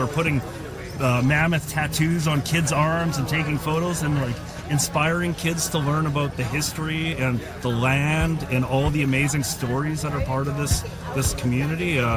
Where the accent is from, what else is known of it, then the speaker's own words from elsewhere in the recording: Whitehorse, Yukon, Canada; I'm from Whitehorse